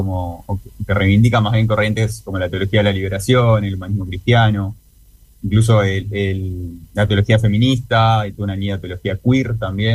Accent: Montevideo, Uruguay; uruguayo, soy uruguayo

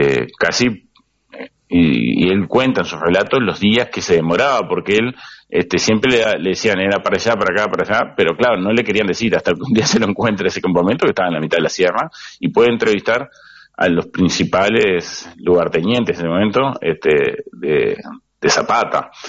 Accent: Uruguay

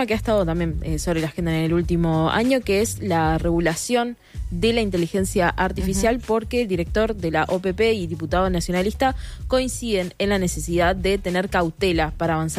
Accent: Montevideo, Uruguay; las conductas que uno espera como montevideano que desarrollen para que todos contribuyamos a un Montevideo más limpio.

